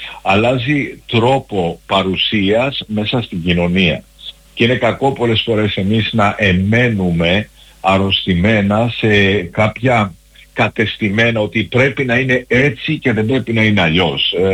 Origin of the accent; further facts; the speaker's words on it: Athens, Attica, Greece; born there; Και εγώ όταν ήμουν μικρός στην Αθήνα, μεγάλωσα μέχρι 8-9 ετών ακούγοντας τη λειτουργία στα λατινικά